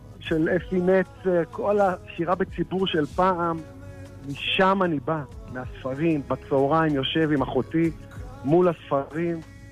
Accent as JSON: {"language": "Hebrew", "town": "Nof HaGalil", "region": "Northern District", "country": "Israel", "tie": "born or raised there", "moved": "yes", "said": "אני גדלתי בנצרת עילית, היום זה נוף הגליל."}